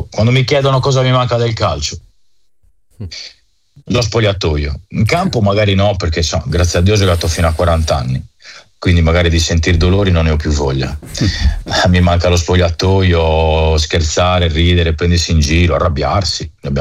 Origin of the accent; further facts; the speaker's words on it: Sardinia, Italy; Noi dobbiamo essere orgogliosi come sardi